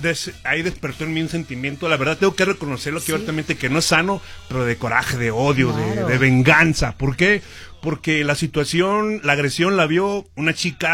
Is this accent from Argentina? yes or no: no; Durango, Mexico; De la comarca lagunera, del norte.